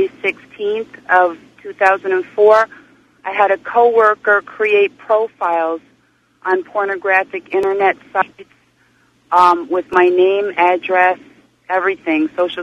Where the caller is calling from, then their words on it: Erie County, New York, United States; I'm calling from Erie County, New York, WBEN area.